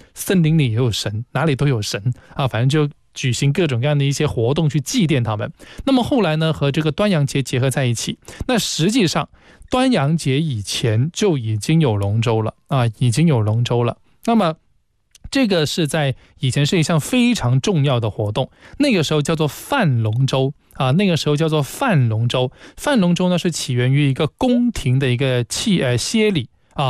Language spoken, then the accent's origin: Chinese; China; 我们中国人民